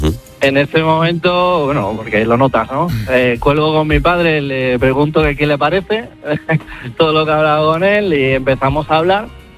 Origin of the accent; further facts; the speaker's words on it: Jerez de la Frontera, Andalusia, Spain; Pues yo estudié biología en la Facultad de Sevilla, soy de Jerez de la Frontera